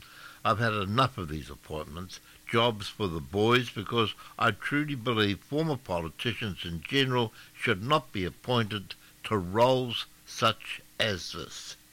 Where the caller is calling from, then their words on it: New Zealand; I am a Kiwi